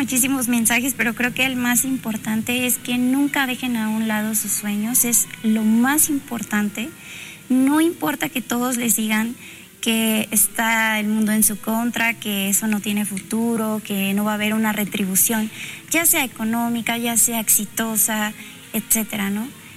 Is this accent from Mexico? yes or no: yes; Veracruz, Mexico; moved away as an adult; also born or lived in Puebla; Después estudié formalmente en Puebla, aunque yo soy de Veracruz.